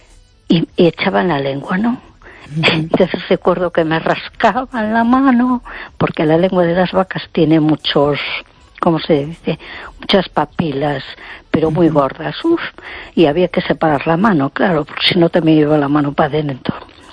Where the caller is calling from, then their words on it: A Coruña, Galicia, Spain; de Coruña.